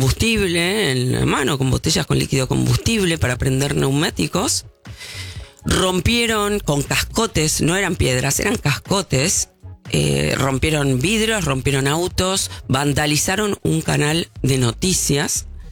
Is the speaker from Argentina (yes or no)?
yes; Buenos Aires, Argentina; yo soy bonaerense, vivo en la provincia de Buenos Aires